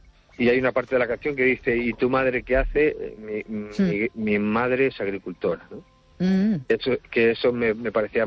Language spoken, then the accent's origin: Spanish; Cangas, Spain; yo soy de Cangas